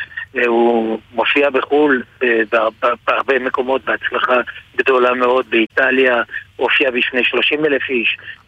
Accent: Casablanca, Casablanca-Settat, Morocco; born or raised there; now in Israel

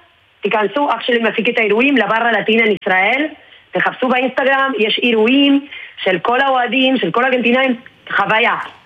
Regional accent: Argentina; מותר לי להגיד כארגנטינאית

